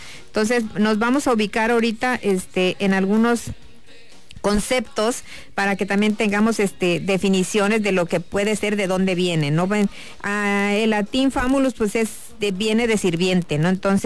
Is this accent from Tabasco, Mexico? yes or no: yes; Tabasco, Mexico; somos como una familia tabasqueña